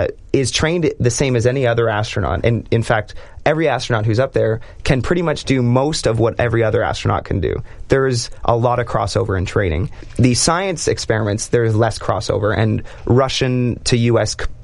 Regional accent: Canada; Us being Canadian, we love to see our home from orbit

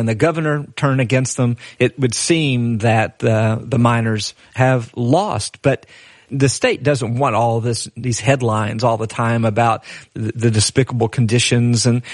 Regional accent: Tennessee, United States; as a native of East Tennessee

